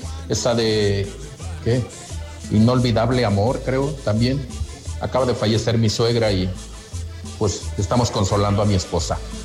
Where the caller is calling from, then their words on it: Santa María del Río, San Luis Potosí, Mexico; de Santa María del Río, Pueblo Mágico.